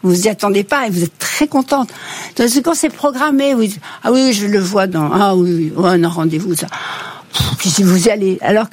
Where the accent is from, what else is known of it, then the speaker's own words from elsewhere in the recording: Casablanca, Casablanca-Settat, Morocco; moved away; Et moi, je suis née au Maroc, vous savez.